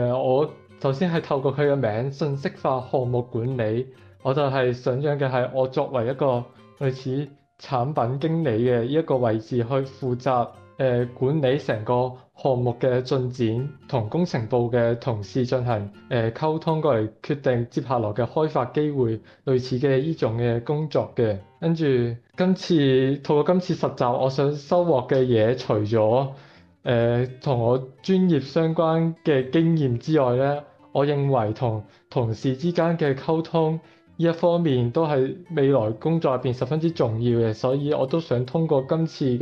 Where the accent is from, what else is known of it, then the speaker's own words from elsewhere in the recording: Macau; moved away as an adult; now in Wuhan, China; 我來自澳門，而家喺武漢大學就讀嘅，係計算機學院軟件工程專業嘅學生，今年係大三